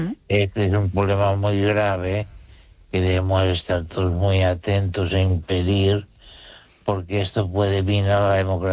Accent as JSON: {"language": "Spanish", "country": "Spain", "said": "soy un español que razona, no se olvide"}